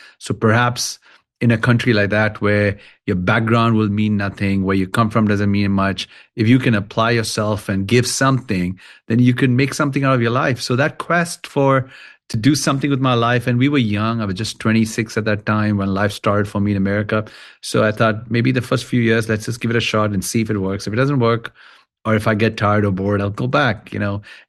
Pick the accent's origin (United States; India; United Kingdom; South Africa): India; Kolkata, West Bengal; And I had got to meet Mother Teresa growing up in Calcutta and seen our work.